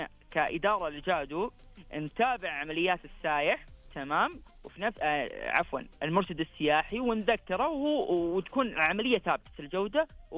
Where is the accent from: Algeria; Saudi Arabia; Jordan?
Saudi Arabia